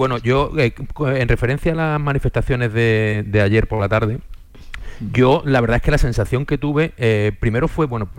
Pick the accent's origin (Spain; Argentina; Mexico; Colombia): Spain; Cádiz, Andalusia; puedo decir a boca llena y muy orgulloso que soy de Cádiz y todo el mundo, uy, de Cádiz, magnífico, que soy andaluz estupendo, y dices que soy español